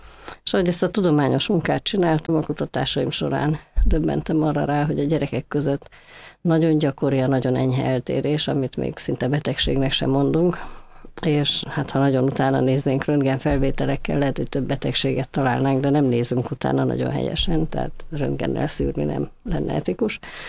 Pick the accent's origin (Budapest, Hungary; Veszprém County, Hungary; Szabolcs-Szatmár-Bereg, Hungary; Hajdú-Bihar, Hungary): Budapest, Hungary; A Gellért-hegyen laktunk kiskoromban, úgyhogy ott kezdtem a Köböl utcai általános iskolában. Aztán Pestre költöztünk, és a Szemere utcai általános iskolában folytattam.